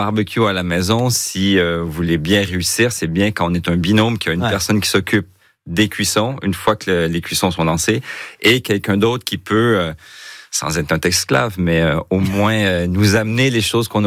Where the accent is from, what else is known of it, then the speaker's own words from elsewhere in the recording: Quebec, Canada; now in France; Exactement. En France, quand je suis arrivé il y a une quinzaine d'années, c'était assez peu commun, si on veut.